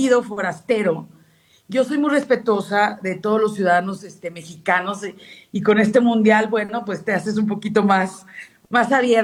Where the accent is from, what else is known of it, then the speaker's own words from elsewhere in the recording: San Luis Potosí, Mexico; si tú, por ejemplo, yo soy potosina, y tú criticas al gobierno de Ricardo Gallardo, y a mí se me ocurre como potosina compartirte